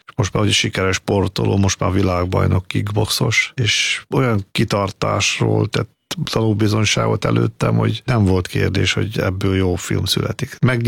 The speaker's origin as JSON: {"language": "Hungarian", "country": "Hungary", "said": "Mi magyarok vagyunk. Mi nekünk ez az anyaországunk."}